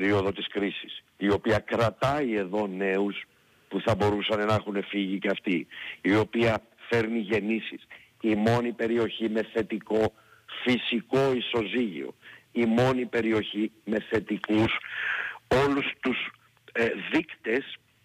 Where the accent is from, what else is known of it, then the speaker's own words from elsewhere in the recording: Greece; γιατί ως Έλληνες είμαστε, έχουμε μεγάλη αγάπη στο διχασμό.